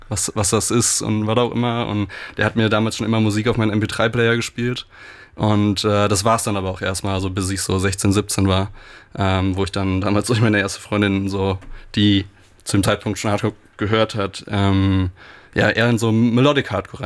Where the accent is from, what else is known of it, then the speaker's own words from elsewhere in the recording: Rhineland-Palatinate, Germany; now in Cologne, Germany; Also ich komme aus dem Rheinland, Neuwied am Rhein unten an der Ecke, also Linz am Rhein, einmal über den Berg aus dem kleinen Dorf, da bin ich aufgewachsen